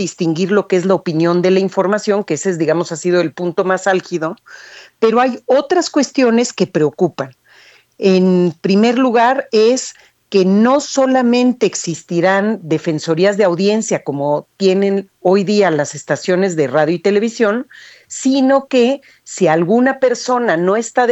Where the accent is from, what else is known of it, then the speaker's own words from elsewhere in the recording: Mexico; Yo como ciudadana, como mexicana